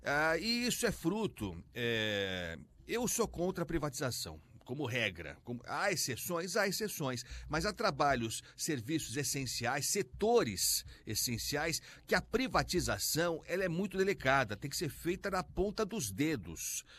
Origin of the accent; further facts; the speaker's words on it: São Paulo, Brazil; porque quem está pagando o preço somos nós, paulistas e paulistanos